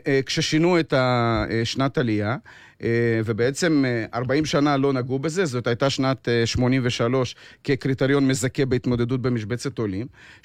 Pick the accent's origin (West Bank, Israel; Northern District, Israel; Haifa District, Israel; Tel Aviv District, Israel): Haifa District, Israel; Haifa; כמובן את חיפה, אני חיפאי, אני גדלתי פה.